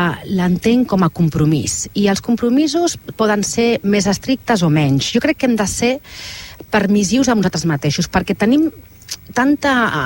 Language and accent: Catalan; Barcelona, Catalonia, Spain; now in Altafulla, Spain; com a Barcelonina afincada a Altafulla